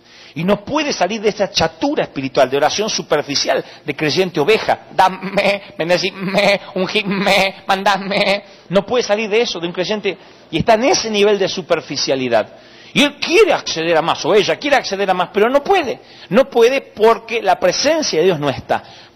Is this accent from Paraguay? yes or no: no; Argentina; como buenos argentinos, pedantes y orgullosos